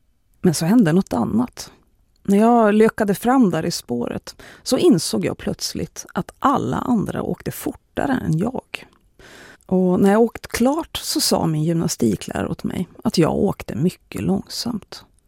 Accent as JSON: {"language": "Swedish", "region": "Jämtland County", "country": "Sweden", "tie": "born or raised there", "said": "Ja, det här blev ju också värre av att jag växte upp i Jämtland där utomhusidrott och att röra på sig överlag är människors allra vanligaste och viktigaste hobby."}